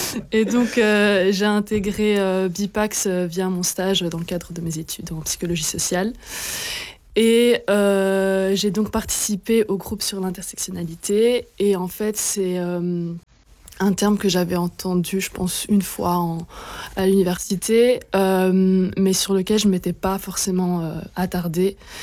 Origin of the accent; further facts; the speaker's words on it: Belgium; born there; je suis née en Belgique, mais j'ai pas eu la nationalité belge dès le départ. Je suis la fille d'une mère colombienne et d'un père salvadorien.